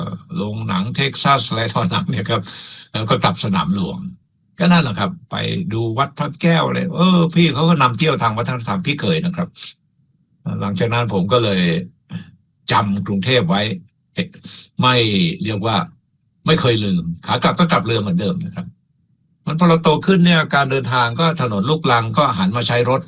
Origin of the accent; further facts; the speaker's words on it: Suphan Buri, Thailand; born there; moved away; also born or lived in Pak Chong, Nakhon Ratchasima; เราเป็นคนบ้านนอกปากช่องแต่ว่าย้อนอดีตสมัยอยู่สุเป็นเด็กสุพรรณเนี่ย